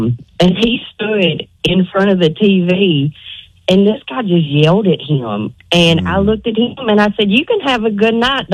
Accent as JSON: {"language": "English", "region": "Mississippi", "country": "United States", "said": "Well, that probably also doesn't help that I'm from South Mississippi and we all talk like country bumpkins."}